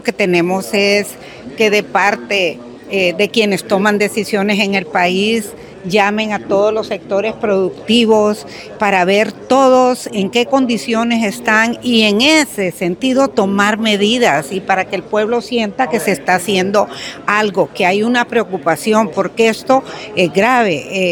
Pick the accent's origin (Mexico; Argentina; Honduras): Honduras; nosotros como hondureños, los ciudadanos